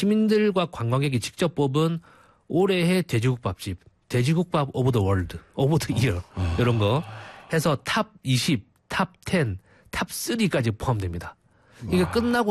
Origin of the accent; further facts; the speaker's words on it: Busan, South Korea; 제가 또 이제 원래 집이 부산이지 않습니까?